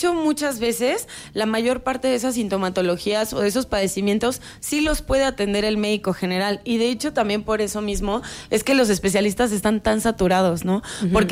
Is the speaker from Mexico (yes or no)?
yes; Mexico